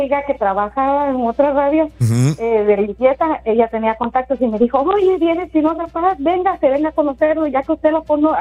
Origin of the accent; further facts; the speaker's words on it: Guatemala; mi abuela se peinaba con una línea por de medio y se hacía dos trenzas, porque yo soy de Guatemala.